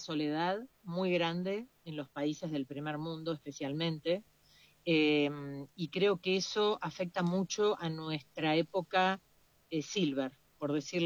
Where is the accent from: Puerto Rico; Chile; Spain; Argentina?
Argentina; moved away; los argentinos que vivimos acá